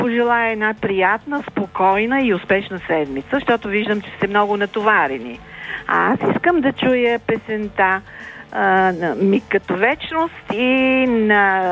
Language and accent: Bulgarian; Sofia, Sofia City, Bulgaria; съм от София.